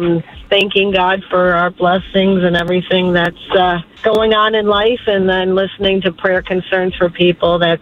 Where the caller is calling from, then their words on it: Delaware, Ohio, United States; I'm from Delaware, Ohio